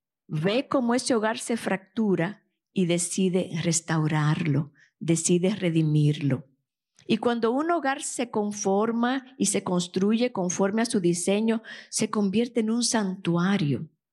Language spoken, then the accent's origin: Spanish; Dominican Republic; also born or lived in United States; Aquí hay dominicanas. ¡Wey! Sí, mis compatriotas.